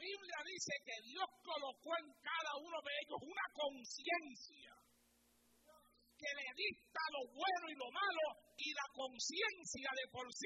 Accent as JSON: {"language": "Spanish", "country": "Puerto Rico", "moved": "yes", "lives_now": "United States", "said": "Cuando yo vine de Puerto Rico acá, que yo fui a cambiar mi licencia, yo tuve que coger un examen."}